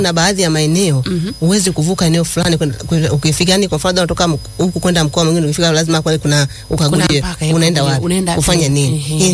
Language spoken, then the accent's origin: Swahili; Tanzania; sisi wa Tanzania bwana